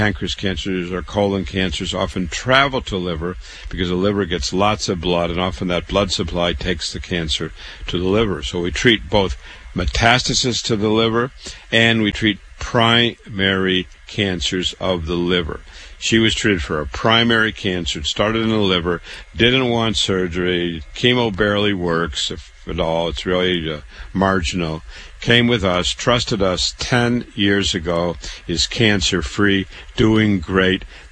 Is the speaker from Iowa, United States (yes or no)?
yes; Waterloo, Iowa, United States; I want to tell you a little bit about myself. I was born in Waterloo, Iowa. I was born and raised there.